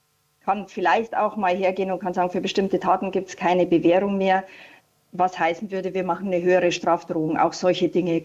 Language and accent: German; Bavaria, Germany; ich komme aus Bayern